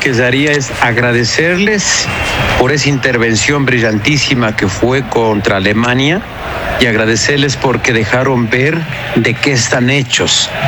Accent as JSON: {"language": "Spanish", "country": "Ecuador", "said": "representarle a mi país como deportista ecuatoriano."}